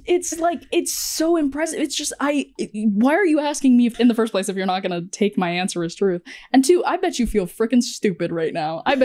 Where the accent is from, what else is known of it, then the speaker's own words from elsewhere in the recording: Granite City, Illinois, United States; Yes, I grew up in Granite City. It's right outside of St. Louis. And so usually I just say like, oh yeah, I'm from St. Louis, because if I say Illinois, people think either corn or Chicago.